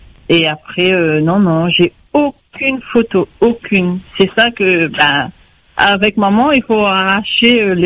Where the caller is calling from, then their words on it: Nouvelle-Aquitaine, France; Ben, j'habite dans la Haute-Vienne.